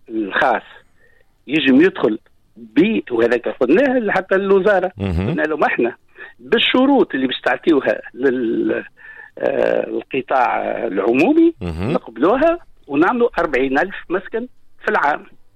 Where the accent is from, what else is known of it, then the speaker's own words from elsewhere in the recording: Tunisia; معناها انا كتونسي كان نحط اليوم مطلب يلزمني 200 سنة